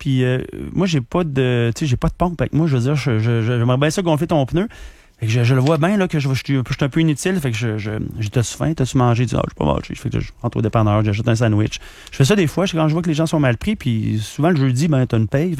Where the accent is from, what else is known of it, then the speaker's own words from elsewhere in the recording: Quebec, Canada; Moi, je suis Canadien, je suis Québécois, là.